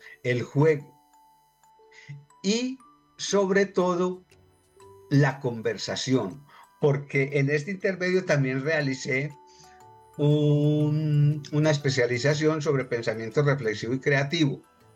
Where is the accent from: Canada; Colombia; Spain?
Colombia; Soy un maestro colombiano, jubilado.